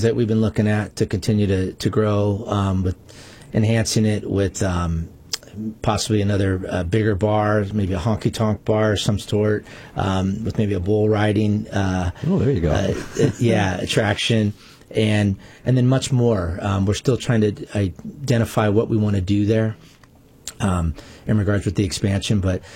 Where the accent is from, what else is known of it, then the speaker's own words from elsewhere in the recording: St. Louis, Missouri, United States; moved away; So I'm from St. Louis area.